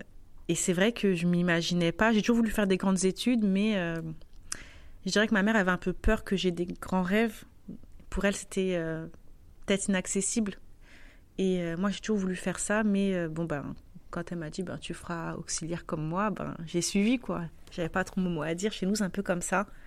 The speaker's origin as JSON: {"language": "French", "town": "Saint-Ouen", "region": "Île-de-France", "country": "France", "tie": "born or raised there", "said": "J'ai grandi dans 93 à Saint-Ouen."}